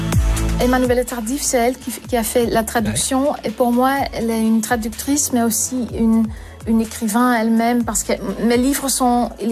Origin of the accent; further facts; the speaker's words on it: Flanders, Belgium; French is a second language; now in Brussels, Belgium; Oui, je viens de Campine. Peut-être on peut entendre ça encore dans mon dialecte. Mais maintenant, j'habite depuis Bruxelles. 20 ans à Bruxelles.